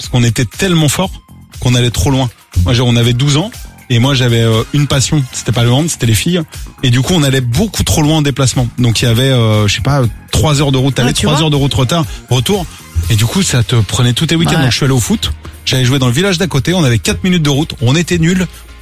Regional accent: Pays de la Loire, France; moi j'ai grandi en Vendée

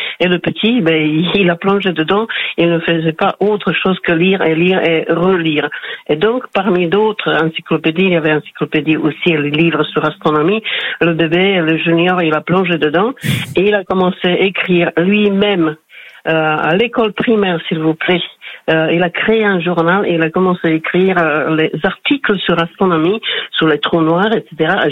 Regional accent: Slovakia; French is a second language; moved away as an adult; now in France; j'avais mon diplôme de mon pays d'origine de la faculté de FFUK, de l'université de Comenius

